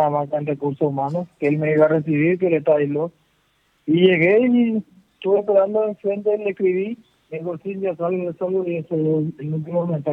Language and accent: Spanish; Cordillera, Paraguay; now in Pedro Juan Caballero, Paraguay; No sé, soy de Cordillera, pero estoy viviendo acá hace 3 años.